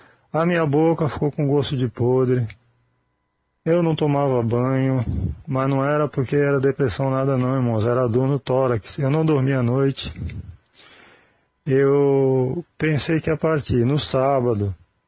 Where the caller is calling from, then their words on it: Penha, Santa Catarina, Brazil; sou aqui da cidade de Penha, Santa Catarina